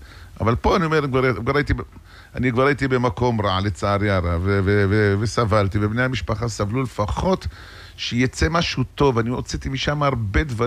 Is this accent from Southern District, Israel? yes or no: no; Jerusalem, Jerusalem District, Israel; אצלנו בירושלים